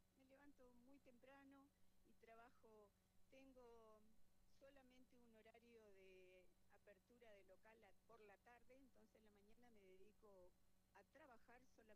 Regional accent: Junín de los Andes, Neuquén, Argentina; soy de Junín de los Andes, nacida y criada acá, de familia trabajadora.

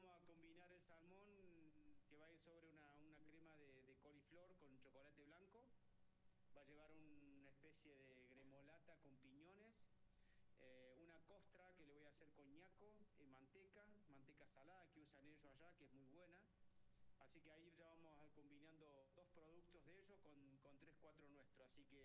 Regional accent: Córdoba, Argentina; born there; moved away as an adult; yo en realidad vengo de Córdoba, ¿bien? Yo soy nacido en Córdoba, hace 17 años que estoy acá.

